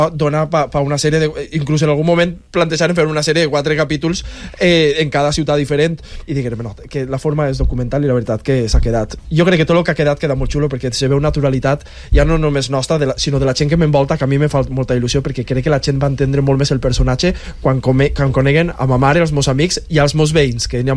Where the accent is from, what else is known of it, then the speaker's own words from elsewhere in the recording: Guadassuar, Valencian Community, Spain; jo sóc un xavaler de Guadassuar que se dedica a lo que li agrada